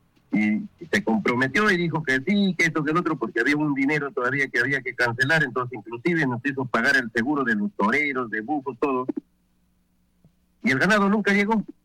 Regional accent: Ayacucho, Peru; dentro de nuestra jurisdicción del sur de Ayacucho hay gente sumisa, hay gente tímida, pero yo soy un luchador social

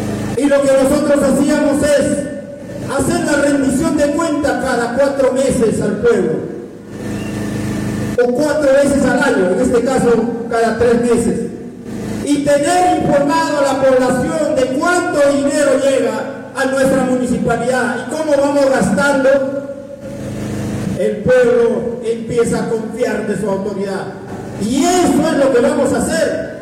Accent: Huancabamba, Peru; En mi pueblo de Huancabamba

